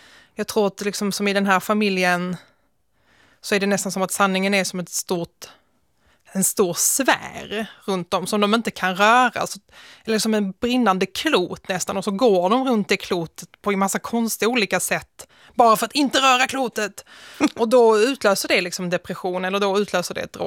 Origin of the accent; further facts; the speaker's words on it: Malmö, Skåne, Sweden; also born or lived in Nötesjö; Utanför Svedala, som heter Nötesjö, en liten by. Och sen så flyttade jag in till Malmö när jag var 5 år gammal ungefär. Men mina första år i livet växte jag upp där ute.